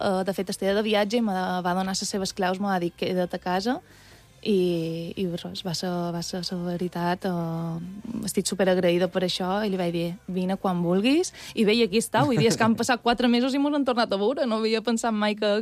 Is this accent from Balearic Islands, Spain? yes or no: yes; Mallorca, Balearic Islands, Spain; sóc d'una illa d'Espanya, sóc de Mallorca